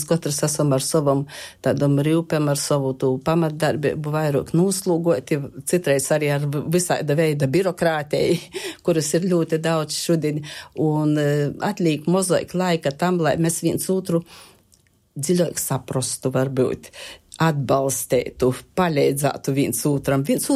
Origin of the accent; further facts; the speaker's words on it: Latgale, Latvia; first language Latgalian; Latgola ir mana dzimto puse. Latgaļies runāju savā moti stāva valūdā. Latgaļies arī atsagrīžos pēc studējām strodot.